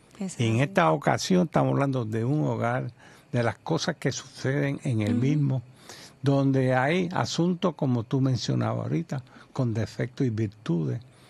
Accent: Trujillo Alto, Puerto Rico; yo soy del barrio de Pocas de Trujillo Alto.

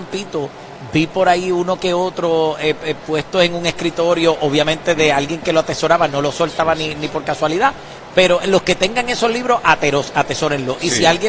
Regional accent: Toa Baja, Puerto Rico; also born or lived in Utuado / San Juan; Me crié en Toa Baja.

